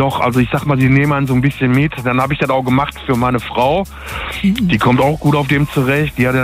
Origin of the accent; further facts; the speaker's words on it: Essen, North Rhine-Westphalia, Germany; now in Karnap, Essen, Germany; Also ich bin in Altenessen groß geworden. Ich wohne in Kanab.